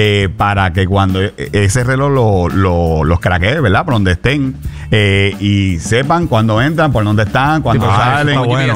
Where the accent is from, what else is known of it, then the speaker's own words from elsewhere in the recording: Carolina, Puerto Rico; yo soy de Carolina, pero hago muchas cosas en Canóvana.